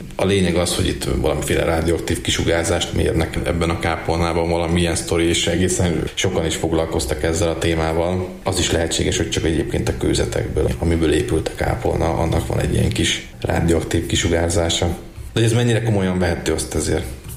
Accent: Kecskéd, Komárom-Esztergom, Hungary; a szülőfalunknak a kápolnáját mondanám, a Kecskédi kápolnát. Gyerekkorom óta is jól ismerem

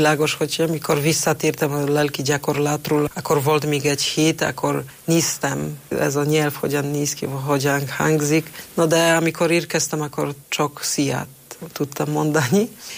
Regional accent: Poland; Hungarian is a second language; now in Hungary; itt Magyarországon, amikor valaki hallja, hogy lengyel vagyok, akkor látom, hogy nagy-nagy örömmel is, nyitott szívvel befogadják minket, lengyeleket.

